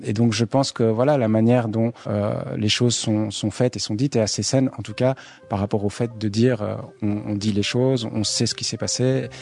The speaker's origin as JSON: {"language": "French", "country": "Belgium", "tie": "born there", "said": "Moi, je suis né en Belgique, mon père est né au Rwanda"}